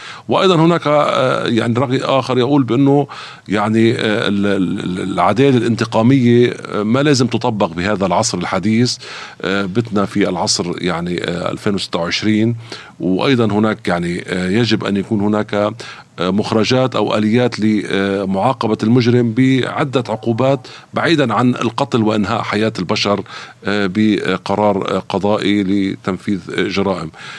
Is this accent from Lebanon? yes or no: yes; Lebanon; عندنا في لبنان